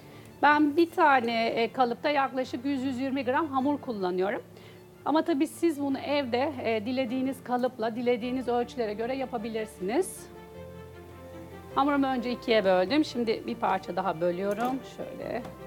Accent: Istanbul, Turkey; Ben başta da bahsettiğim gibi doğma büyüme İstanbulluyum. Annem de aynı şekilde.

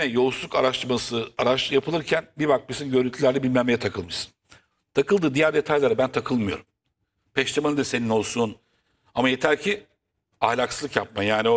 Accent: Istanbul, Turkey; İstanbulluyum.

